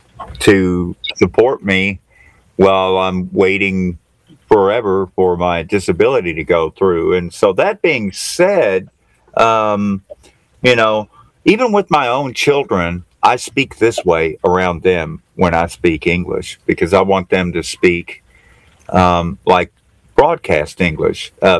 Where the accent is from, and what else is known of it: Appalachia, United States; born or raised there